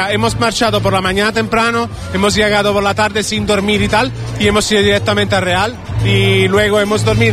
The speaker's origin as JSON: {"language": "Spanish", "country": "Italy", "second_language": "Spanish", "said": "Por eso nos quedamos súper bien nosotros que somos italianos también."}